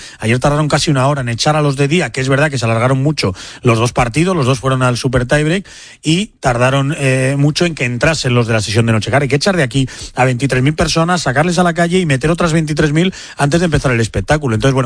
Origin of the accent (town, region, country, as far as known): Spain